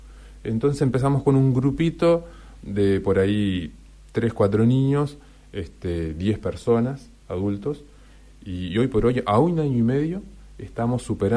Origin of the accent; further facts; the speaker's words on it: Tacuarembó, Uruguay; venimos allá del lado de Tacuarembó